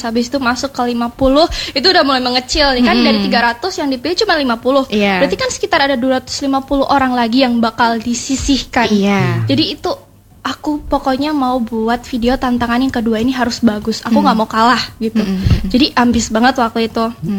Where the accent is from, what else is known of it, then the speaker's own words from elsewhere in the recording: East Nusa Tenggara, Indonesia; yang tumbuh dan besar di Nusa Tenggara Timur, tentunya kita harus memegang budaya yang ada di Timur ini, sebagai orang Timur ini, yaitu sebagai gadis yang berani, jujur, dan berkarakter.